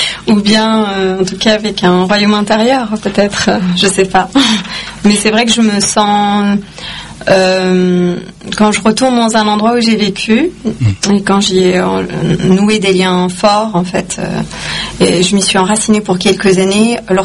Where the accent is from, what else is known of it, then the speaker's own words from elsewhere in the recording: Tunis, Tunis Governorate, Tunisia; born there; Alors oui, parce que je suis née à Tunis, ma mère voulait aussi que, mes parents s'étaient mis d'accord sur le fait que j'aurais un prénom tunisien.